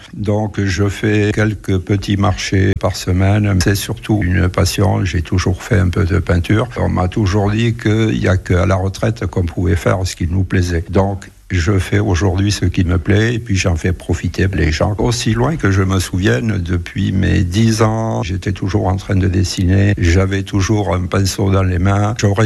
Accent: Occitanie, France; moved away as an adult; also born or lived in Île-de-France; now in Montaut, France; L'époque aveyronnaise, c'est surtout là où j'ai passé toute ma jeunesse.

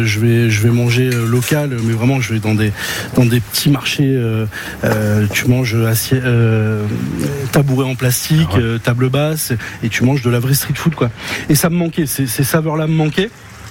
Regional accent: Provence-Alpes-Côte d'Azur, France; now in Burgundy, France; on est natif aussi de Provence.

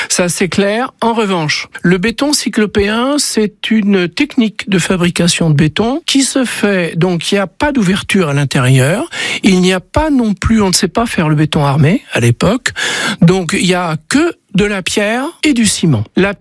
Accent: France; chez nous, en France

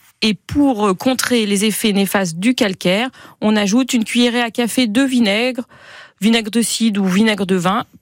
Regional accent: Centre-Val de Loire, France; ici chez nous en Touraine.

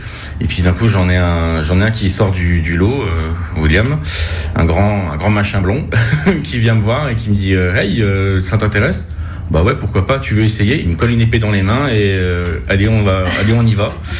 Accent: Grand Est, France; moved away as an adult; now in Toulouse, France; je suis pas du tout toulousain. Je suis un importé. Je suis alsacien d'origine. Et du coup, je suis venu faire mes études universitaires à Toulouse.

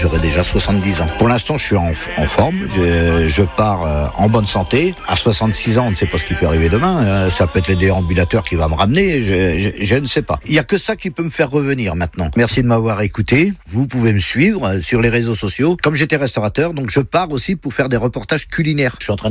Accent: Loué, Pays de la Loire, France; moved away; also born or lived in Saint-Malo; j'ai 66 ans, je suis originaire de Loué et j'étais restaurateur à Saint-Malo.

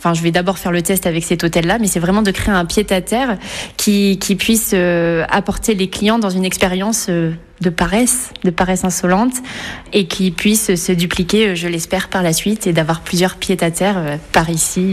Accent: Livron-sur-Drôme, Auvergne-Rhône-Alpes, France; Bah, je suis née à Valence et j'ai grandi à Livron, un petit village dans la Drôme. Et j'ai passé mon enfance à travers ces petits villages de la Drôme provençale également, notamment à Marsanne.

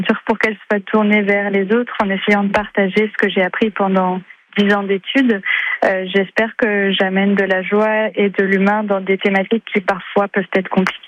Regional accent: Belfort, Bourgogne-Franche-Comté, France; moved away as an adult; je suis originaire de Belfort, donc j'ai vécu les 18 premières années de ma vie ici.

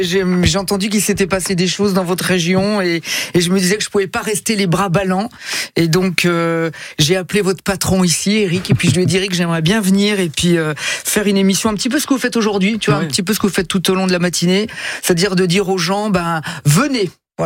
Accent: Southern Italy, Italy; moi, je suis italien, du sud, donc nous on est très méditerranée, tout ça.

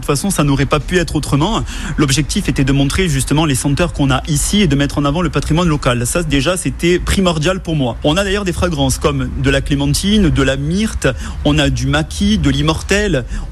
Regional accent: Occitanie, France; Moi, par exemple, je suis du Tarn, à Vaud-Olivèze, et j'ai été baptisé là-bas, et je voulais faire un lien avec les églises de chez nous.

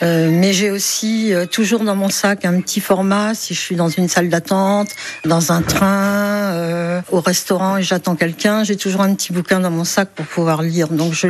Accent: Paris, Île-de-France, France; moved away as an adult; now in Strasbourg, France; À 18 ans, je me suis retrouvée à Strasbourg avec pas de copains, je venais de Paris, je connaissais plus personne

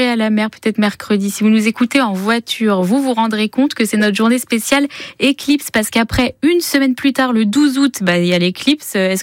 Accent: Caen, Normandy, France; born there; now in Hérault, France; moi, je suis née à Caen

